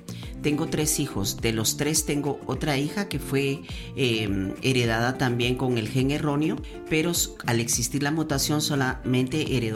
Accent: Guatemala

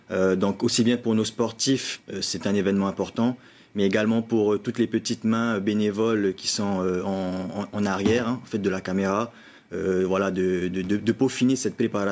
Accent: French Polynesia; chez nous à Tahiti

